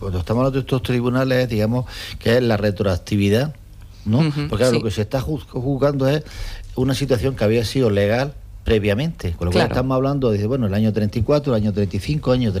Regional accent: Almería, Andalusia, Spain; pero los que somos de Almería de pura cepa

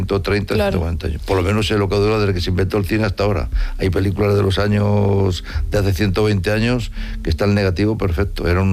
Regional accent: Madrid, Community of Madrid, Spain; Quizás, bueno, la verdad que yo soy de Madrid

